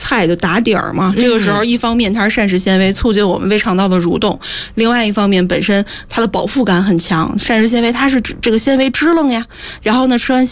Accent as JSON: {"language": "Chinese", "region": "Northeast China", "country": "China", "accent": "Northeastern Mandarin (东北话)", "said": "我们说东北话一句话就是说很呆呆的"}